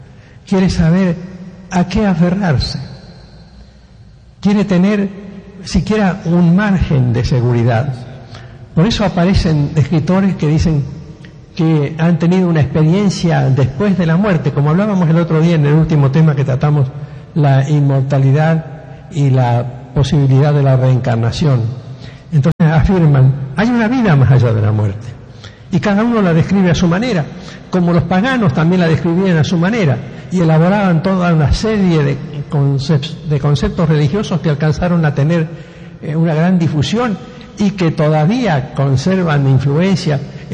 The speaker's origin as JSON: {"language": "Spanish", "town": "Rosario", "region": "Santa Fe", "country": "Argentina", "tie": "born or raised there", "said": "los que me conocen como rosarino de toda la vida saben que soy un hombre que no tengo vastos recursos ni nada"}